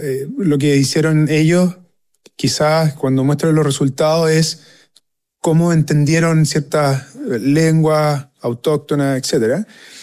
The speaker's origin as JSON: {"language": "Spanish", "country": "Chile"}